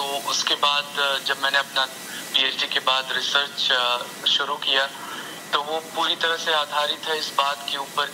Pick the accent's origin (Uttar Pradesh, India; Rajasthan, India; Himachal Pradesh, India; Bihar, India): Uttar Pradesh, India; Gorakhpur; moved away as an adult; now in Melbourne, Australia; मैं बेसिकली गोरखपुर का रहने वाला हूँ, जो उत्तर प्रदेश का पूर्वी क्षेत्र है